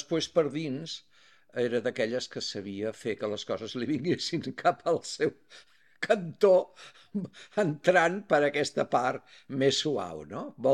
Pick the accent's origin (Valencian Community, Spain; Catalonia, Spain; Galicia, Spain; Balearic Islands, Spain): Catalonia, Spain; Barcelona; El meu barri era d'aquells que quan ens anàvem al centre dèiem anem a Barcelona, perquè al principi allò era com les afores.